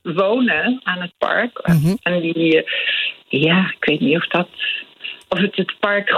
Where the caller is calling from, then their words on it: Elst, Gelderland, Netherlands; Ik bel vanuit Elst